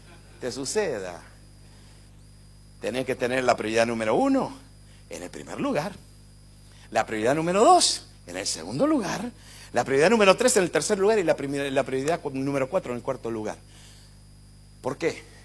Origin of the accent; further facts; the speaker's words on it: Argentina